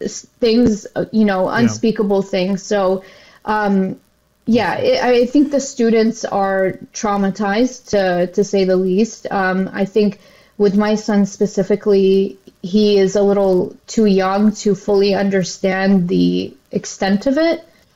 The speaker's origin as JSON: {"language": "English", "country": "United States", "tie": "born or raised there", "said": "I haven't personally felt safe for a long time. You know, I grew up in post 9/11 America. I was young at the time"}